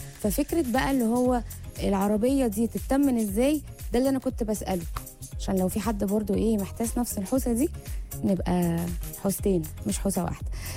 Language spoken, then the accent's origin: Arabic; Egypt; احنا كمصريين